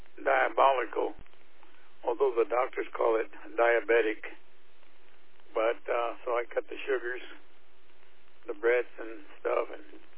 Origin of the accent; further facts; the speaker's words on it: Las Cruces, New Mexico, United States; moved away as an adult; also born or lived in Albuquerque, New Mexico; I grew up in Las Cruces, New Mexico. Southern New Mexico, went to technical school in Albuquerque, and then came over here and went to El Camino